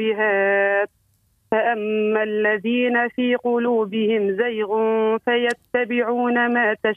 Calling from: Monastir Governorate, Tunisia; ولاية المنستير.

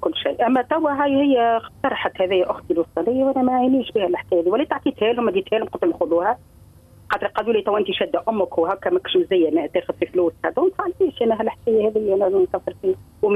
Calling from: Tunisia; أنا من تونس

